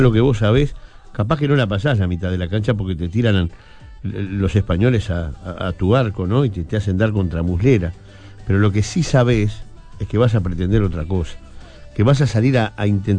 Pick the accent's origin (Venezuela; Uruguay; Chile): Uruguay; como somos los uruguayos, de apuntalar y de mirar.